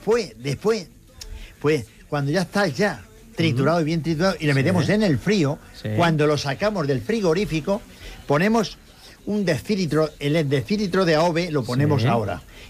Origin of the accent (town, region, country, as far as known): Toledo, Castilla-La Mancha, Spain